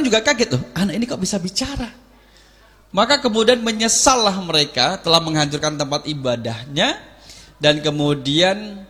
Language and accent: Indonesian; Sleman, Special Region of Yogyakarta, Indonesia; Saya dari Sleman. Bapak Ibu pernah di Sleman lihat ibu-ibu hamil mengeluarkan anak sapi?